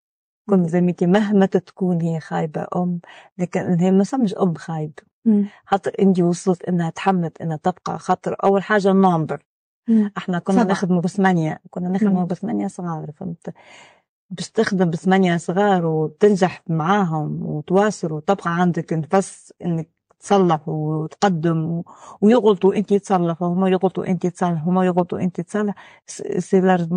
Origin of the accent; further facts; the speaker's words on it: Gafsa, Gafsa Governorate, Tunisia; أنا من قفصة